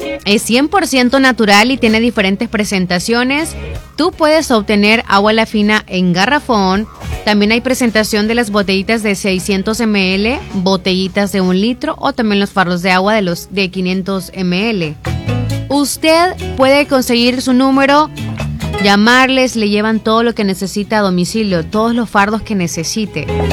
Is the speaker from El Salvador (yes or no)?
yes; El Salvador